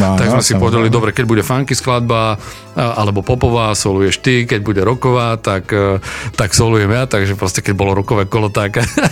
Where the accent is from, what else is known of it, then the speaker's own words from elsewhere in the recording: Sereď, Trnava Region, Slovakia; som hral u mňa doma v Seredi